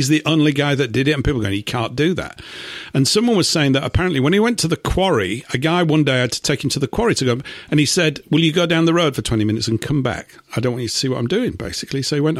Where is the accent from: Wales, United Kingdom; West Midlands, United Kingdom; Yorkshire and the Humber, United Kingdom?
Yorkshire and the Humber, United Kingdom; Leeds; it's got the word Leeds in it, which is my hometown.